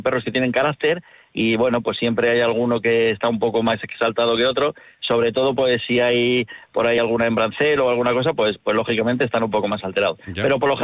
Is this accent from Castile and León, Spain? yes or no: yes; Castile and León, Spain; yo soy de la zona. Uh-huh. Yo soy de... Mis abuelos vivían en Riaño, mi padre de las Alas, toda mi familia es de esa zona.